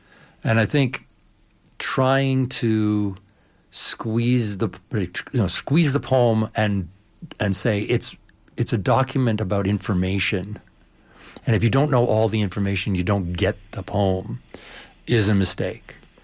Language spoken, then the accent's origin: English; Toronto, Ontario, Canada; I was born and raised in Toronto.